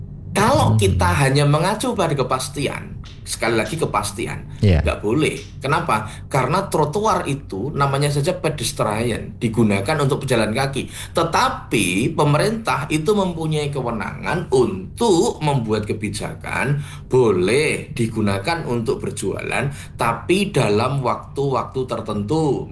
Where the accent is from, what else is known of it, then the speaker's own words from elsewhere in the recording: Surakarta, Central Java, Indonesia; saya sebagai orang Solo ya, KTP saya itu Solo. Itu zaman saya kecil dulu itu senang sekali bersepeda itu melewati jalur lambat.